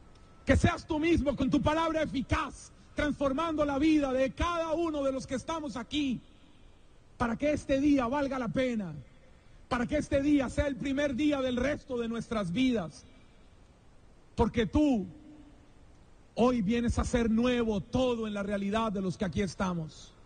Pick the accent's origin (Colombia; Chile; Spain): Colombia; soy colombiano.